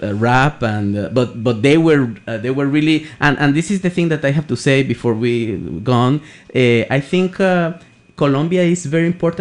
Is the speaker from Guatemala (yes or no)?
yes; Guatemala; moved away as an adult; now in New York, United States; I am from Guatemala. I was born there in 1974.